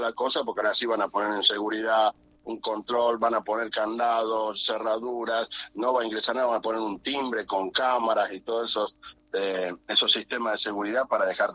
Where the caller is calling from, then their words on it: Salvador Mazza, Salta, Argentina; soy padre, soy ciudadano de Salvador Massa